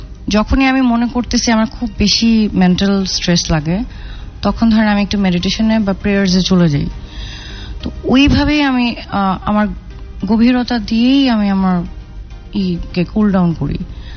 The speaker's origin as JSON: {"language": "Bangla", "town": "Dhaka", "region": "Dhaka Division", "country": "Bangladesh", "tie": "born or raised there", "moved": "as an adult", "lives_now": "Chandipur, Bangladesh", "said": "তো আমি এখানেই বড় হয়েছি মোহাম্মদপুরে"}